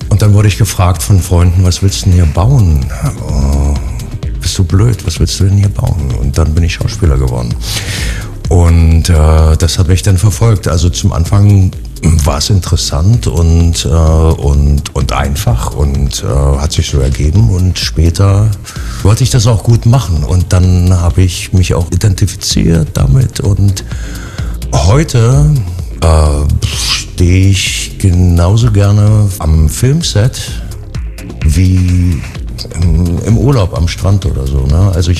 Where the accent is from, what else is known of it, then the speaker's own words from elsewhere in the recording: Germany; Ich komme ja aus der DDR